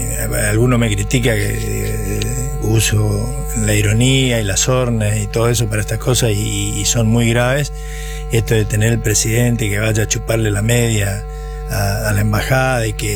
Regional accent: Buenos Aires, Argentina; soy de capital.

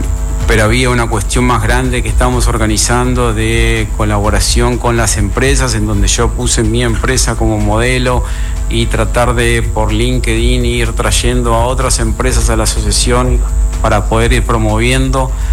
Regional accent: Argentina; soy argentino, pero vengo de un sistema americano y las leyes, todo es muy estricto.

